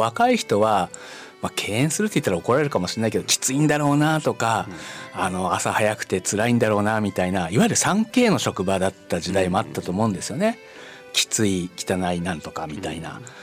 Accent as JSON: {"language": "Japanese", "town": "Ishinomaki", "region": "Miyagi", "country": "Japan", "tie": "born or raised there", "said": "やっぱ石巻って多分住んでる方今約13万人ですけど、生まれ育った僕もそうですが、やっぱ水産の町で意識はあると思うんですよ。"}